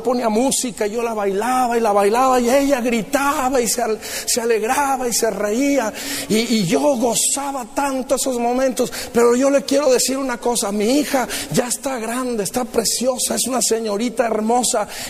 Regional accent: Mexico; Mi esposa y yo tenemos 4 hijos como buenos mexicanos.

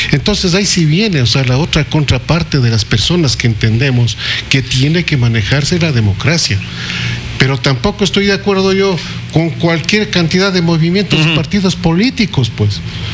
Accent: Ecuador; como ecuatorianos sensatos que queremos a nuestro país

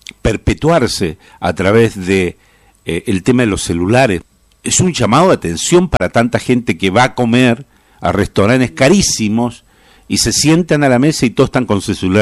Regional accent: Argentina; nos pasa algo como argentinos y como latinos, es que tenemos las emociones más a flor de piel.

